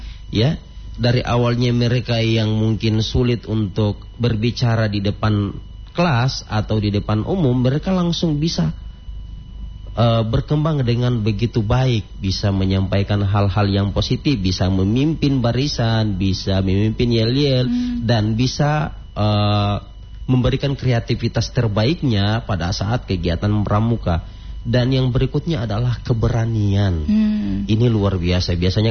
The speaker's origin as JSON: {"language": "Indonesian", "region": "Gorontalo", "country": "Indonesia", "also_born_or_lived": "Kwandang", "moved": "yes", "lives_now": "Tahuna, Indonesia", "said": "saya berasal dari Gorontalo juga, tepatnya di Desa Mulangga, Kecamatan Tolinggola, dan saya juga biasa aktif di Kuandang"}